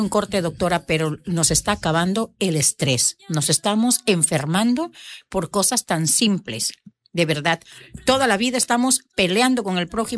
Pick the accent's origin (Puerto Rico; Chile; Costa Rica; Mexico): Mexico